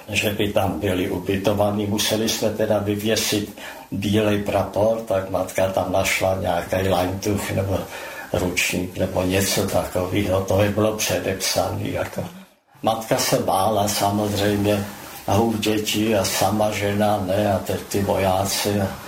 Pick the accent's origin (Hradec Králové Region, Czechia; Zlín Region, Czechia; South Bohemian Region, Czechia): South Bohemian Region, Czechia; born there; first language German; Czech is a second language